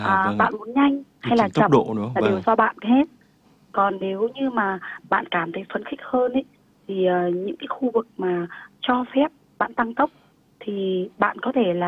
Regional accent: Da Lat, Lâm Đồng, Vietnam; Chị sinh ra và lớn lên ở Đà Lạt. Nhưng mà làm du lịch thì được 18 năm rồi.

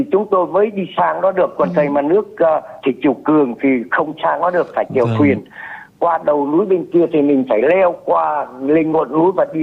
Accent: Nghi Sơn, Thanh Hoa, Vietnam; tôi là nguyên gốc, chính gốc là sinh ra và lớn lên ở Nghi Sơn này, Bãi Đông này đấy ạ.

